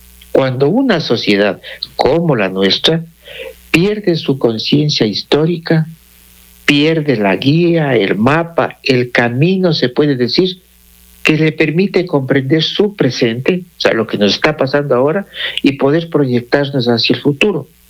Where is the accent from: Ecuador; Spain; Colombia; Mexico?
Ecuador; Nos identificamos como ecuatorianos ahí.